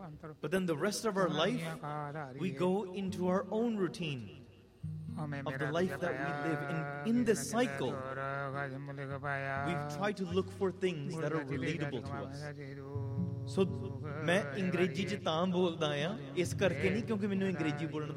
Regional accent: Canada; born or raised there

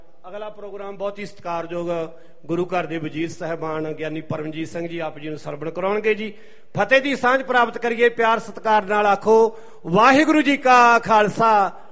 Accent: Jitwal, Punjab, India; ਮੇਰਾ ਪਿੰਡ ਵੀ ਮੋਗੇ 'ਚ ਜੀਤਵਾਲ ਆ

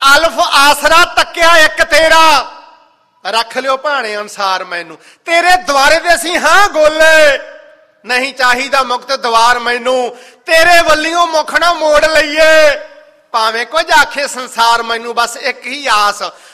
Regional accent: Badhni Kalan, Punjab, India; ਮੇਰਾ ਪਿੰਡ ਬਧਨੀ ਕਲਾਂ ਜ਼ਿਲ੍ਹਾ ਮੋਗੇ 'ਚ ਹੈ

